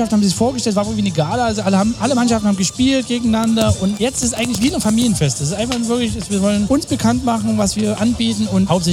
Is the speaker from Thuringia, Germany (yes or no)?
yes; Pößneck, Thuringia, Germany; born there; 45 Jahre jung, gebürtig aus Pößneck